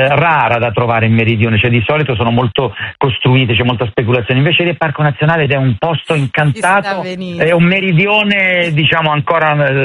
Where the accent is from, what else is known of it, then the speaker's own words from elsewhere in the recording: Comerio, Lombardy, Italy; born there; l'ho fatto nel mio paese natio, un altro posto micro che è Comerio, in provincia di Varese